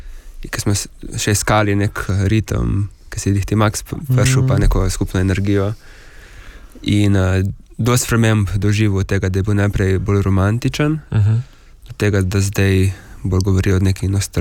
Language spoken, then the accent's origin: Slovenian; Vipava Valley, Goriška, Slovenia; moved away as an adult; also born or lived in Ljubljana; da se malo vračamo v Vipavsko dolino, pa smo ful povezani.